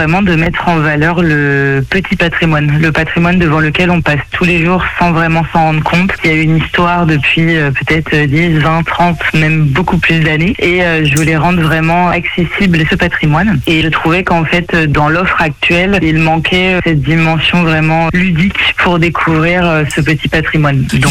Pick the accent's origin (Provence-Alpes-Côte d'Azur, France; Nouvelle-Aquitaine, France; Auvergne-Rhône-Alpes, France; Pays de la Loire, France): Pays de la Loire, France; Le Mans; Mais je suis Mancelle, je suis née au Mans.